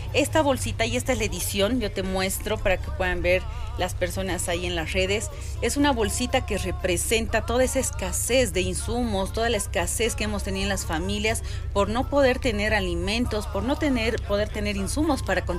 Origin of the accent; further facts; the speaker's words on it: La Paz, Bolivia; Somos de La Paz.